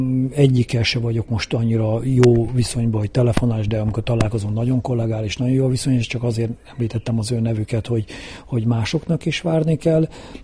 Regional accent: Kecskemét, Bács-Kiskun, Hungary; born there; itt születtem, ugye a városközpontban, itt nőttem föl a egyik városrészbe, ugye a Széchenyi városba

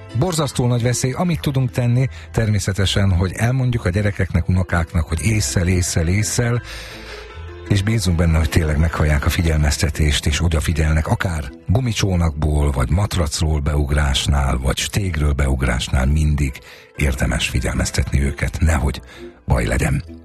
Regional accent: Lake Balaton, Hungary; én is a Balaton mellett nőttem fel nyalanta gyerekként

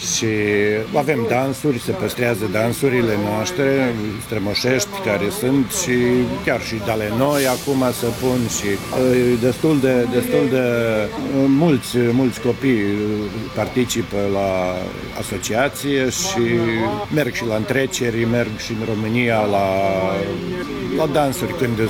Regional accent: Banatsko Novo Selo, Vojvodina, Serbia; born there; 7 generații sunt născute într-o casă, așa că istoria merge din 1800, cât știm noi. Noi aici am trăit, trăim aici, în satul nou, deja, spun, 7 generații.

